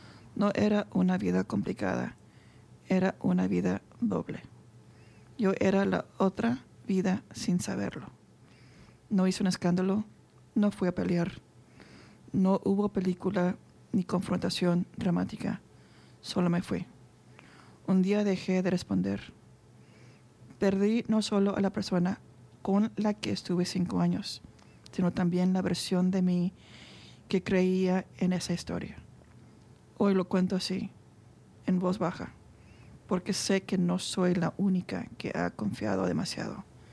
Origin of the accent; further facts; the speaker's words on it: Bolivia; moved away as an adult; now in Australia; Yo soy boliviana y llegué a Australia buscando empezar de nuevo, estudiar inglés y armarme una vida tranquila.